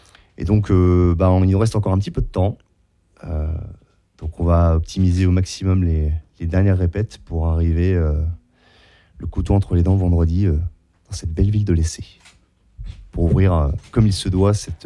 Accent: Saint-Lô, Normandy, France; À Saint-Lô, ouais. Ouais, à Saint-Lô. Parce qu'on est bien de Saint-Lô. On est vraiment de Saint-Lô, j'insiste.

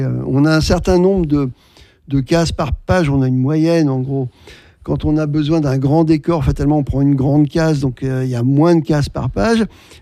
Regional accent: Normandy, France; Bon, moi en plus, je suis normand, donc le débarquement, ça me parle.

